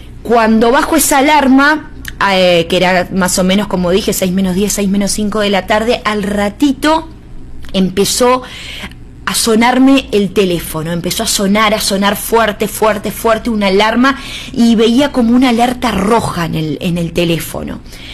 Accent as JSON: {"language": "Spanish", "country": "Uruguay", "moved": "yes", "lives_now": "Venezuela", "said": "como uruguaya que soy"}